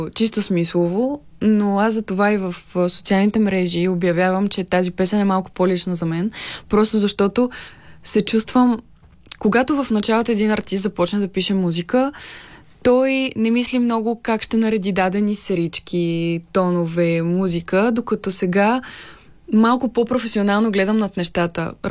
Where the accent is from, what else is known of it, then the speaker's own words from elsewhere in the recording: Petrich, Blagoevgrad Province, Bulgaria; moved away; Още даже от мъничка, като живях в родния ми град Петрич